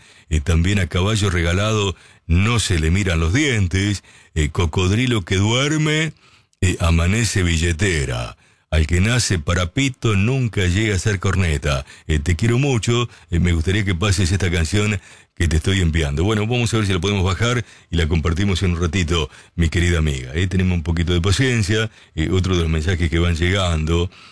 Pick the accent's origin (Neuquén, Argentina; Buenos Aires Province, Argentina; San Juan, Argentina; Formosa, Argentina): Buenos Aires Province, Argentina; Lincoln; allí en mi ciudad de Lincoln